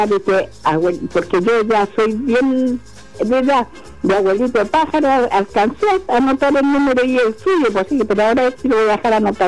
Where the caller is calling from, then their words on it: Chile; Ya de aquí de República de Chile, entre República con Madrid, en los departamentos de acá vivo yo.